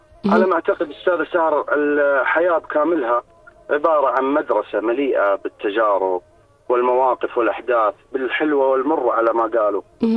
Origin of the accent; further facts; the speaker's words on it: Saudi Arabia; بلادي المملكة العربية السعودية